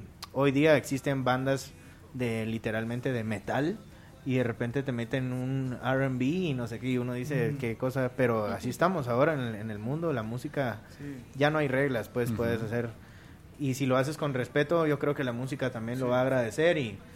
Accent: Bogotá, Colombia; Sí, claro. Yo soy rolo también.

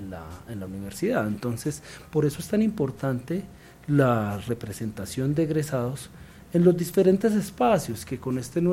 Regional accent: Bogotá, Colombia; estamos haciendo un sacrificio como bogotanos, como colombianos

